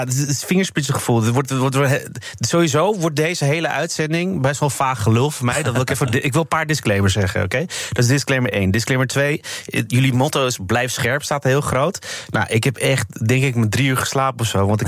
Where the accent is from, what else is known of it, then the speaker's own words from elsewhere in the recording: Amsterdam, North Holland, Netherlands; Ja, ik ben in deze buurt opgegroeid, want waar dit wordt opgenomen in Amsterdam-Oost. En daar, dat was altijd heel erg divers.